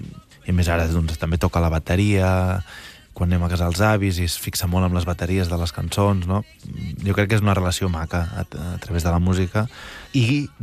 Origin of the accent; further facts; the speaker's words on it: Vilanova i la Geltrú, Catalonia, Spain; com que som de la comarca del Garraf i jo sóc de Vilanova